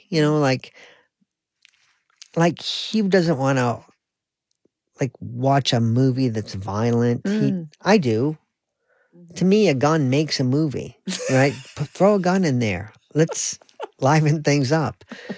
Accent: North Carolina, United States; born or raised there; also born or lived in New York

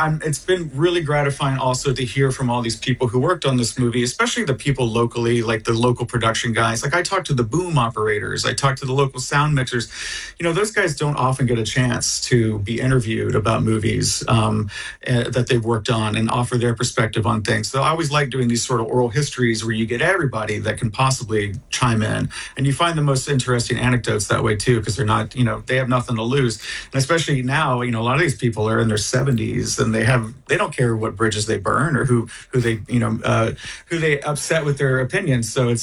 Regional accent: Arlington, Texas, United States; I grew up in Arlington.

